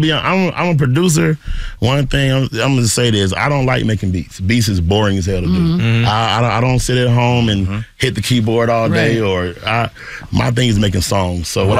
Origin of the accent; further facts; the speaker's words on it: Kansas City, Missouri, United States; Kansas City. Yeah, for sure.